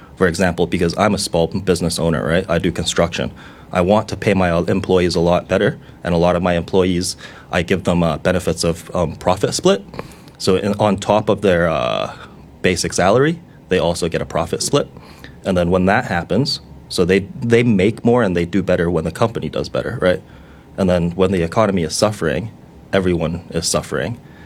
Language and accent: English; New Zealand; also born or lived in China / Canada / United States; I was born in China, came to New Zealand when I was six, later moved to Canada and the States for most of my schooling.